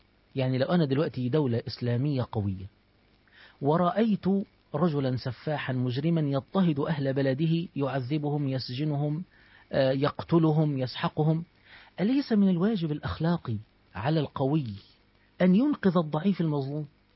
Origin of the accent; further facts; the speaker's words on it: Egypt; احنا عندنا في مصر